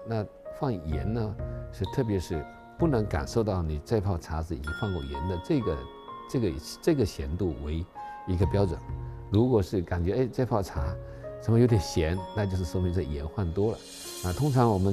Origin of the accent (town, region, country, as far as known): China